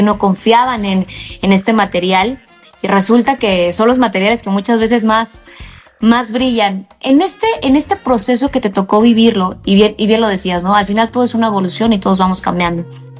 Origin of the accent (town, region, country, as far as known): Mexico